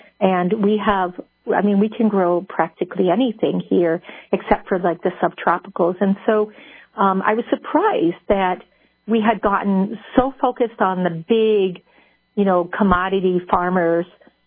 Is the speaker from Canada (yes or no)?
no; Allegan, Michigan, United States; Well, you know, I grew up in Allegan on a small dairy farm.